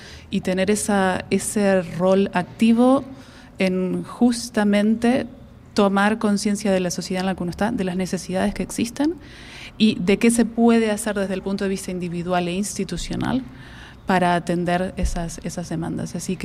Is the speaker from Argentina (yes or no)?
yes; Argentina; moved away as an adult; also born or lived in Brazil / New Zealand; now in Spain; soy de Argentina